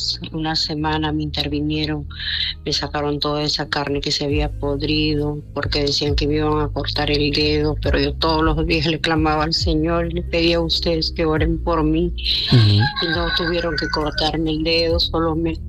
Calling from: Ventanilla, Callao, Peru; Me llamo desde Ventanilla.

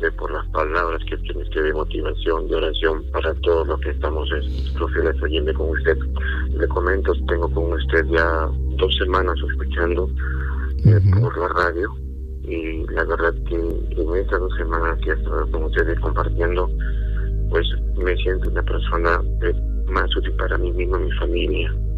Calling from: Lima, Peru; Me llamo del cercado de Lima, hermano.

